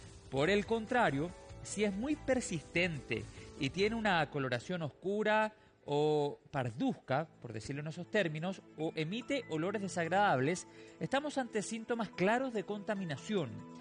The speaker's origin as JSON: {"language": "Spanish", "country": "Chile"}